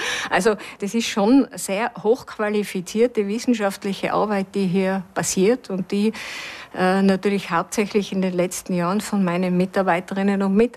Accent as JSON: {"language": "German", "region": "Tyrol", "country": "Austria", "tie": "born or raised there", "said": "Es ist meine Heimat. Ich bin gerne hier. Ich hätte mir nie überlegt, irgendwo anders hinzugehen, weil es mir hier eben so gut gefällt."}